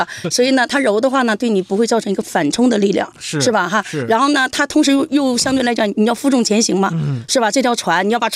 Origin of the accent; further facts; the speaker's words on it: Dalian, Liaoning, China; moved away as an adult; now in Beijing, China; 因为我算是一个北漂嘛，我的老家是大连的。